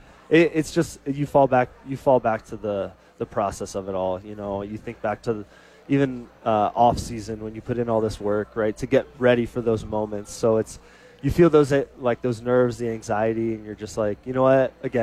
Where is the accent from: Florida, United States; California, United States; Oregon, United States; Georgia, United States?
Florida, United States; moved away; I grew up in Florida